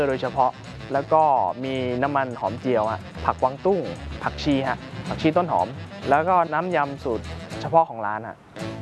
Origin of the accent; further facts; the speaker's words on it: Chiang Mai, Thailand; โดยกำเนิดผมเป็นคนภาคเหนืออยู่แล้วนะเป็นคนเชียงใหม่อยู่แล้วพ่อแม่ก็ให้กินอาหารเหนือตลอดโดยตั้งแต่เด็กก็กินอาหารเหนือ